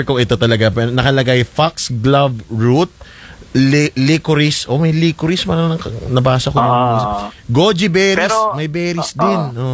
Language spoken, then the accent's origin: Tagalog; Bulacan, Central Luzon, Philippines; sa amin sa Bulacan.